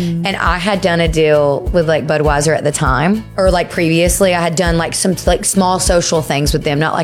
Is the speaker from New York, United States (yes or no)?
no; Georgia, United States; now in Nashville, United States; And I said, I'm from Georgia, but I live in Nashville.